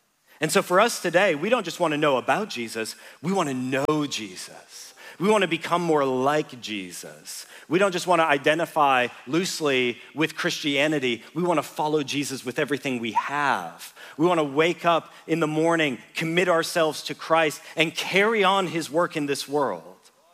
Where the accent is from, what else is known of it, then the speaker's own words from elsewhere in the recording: Canada; For me as a Canadian, I'm just like, I'm in the middle of Nowhereville, Sweden.